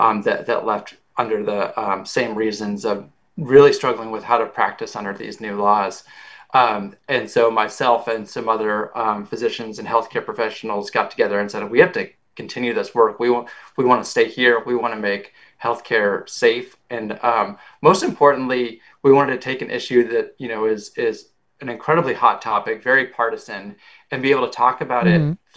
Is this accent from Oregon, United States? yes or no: yes; Oregon, United States; moved away as an adult; also born or lived in California; now in Idaho, United States; I'm originally from Oregon, went to medical school in California